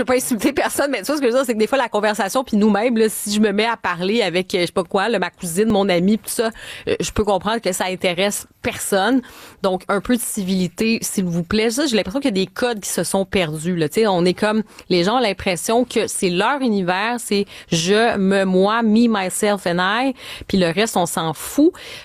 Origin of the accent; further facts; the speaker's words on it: Montreal, Quebec, Canada; je suis une Montréalaise à la base, pur jus. Là, je suis née ici, j'ai grandi, j'ai passé ma vie à Montréal. J'étais vraiment celle qui avait Montréal tatoué sur le cœur